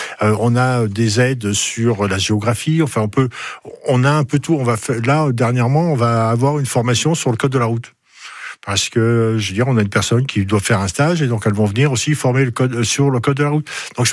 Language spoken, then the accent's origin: French; France; chez nous en France